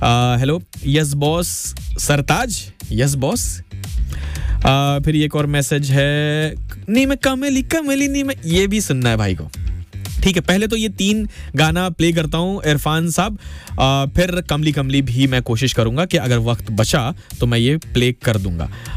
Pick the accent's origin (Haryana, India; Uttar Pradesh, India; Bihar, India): Uttar Pradesh, India; Basti; आगे भाई हम बस्ती से हैं, ओ फैजाबाद और बस्ती में ज़्यादा टाइम ज़्यादा दूर नहीं है।